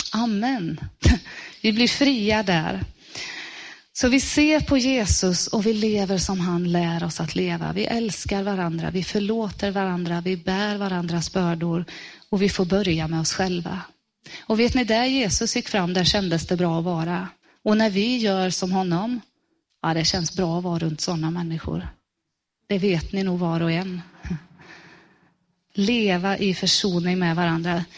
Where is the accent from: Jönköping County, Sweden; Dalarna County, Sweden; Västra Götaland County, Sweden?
Västra Götaland County, Sweden; Tack att du ser din kropp här i Sverige och här på Västgötaslätten, Herre, där vi kommer ifrån.